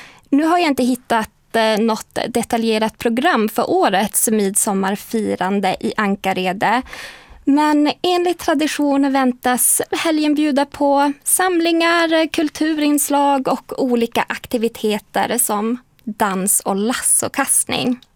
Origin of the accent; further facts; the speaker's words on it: Karesuando, Norrbotten County, Sweden; Och vi börjar i mina hemtrakter i Karesuando.